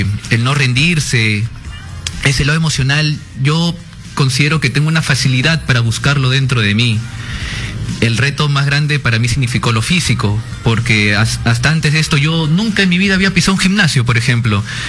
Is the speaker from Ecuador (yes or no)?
no; Peru; pero como peruano yo diría que aún más es mi orgullo y mi felicidad de formar parte de esta película.